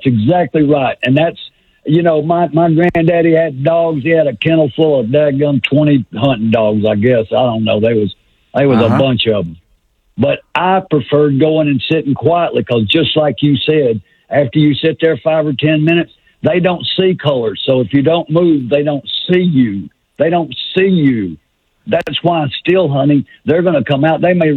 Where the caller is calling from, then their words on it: Corinth, Mississippi, United States; I'm from Corinth, Mississippi, and that's just over the Tennessee line, just down from Shiloh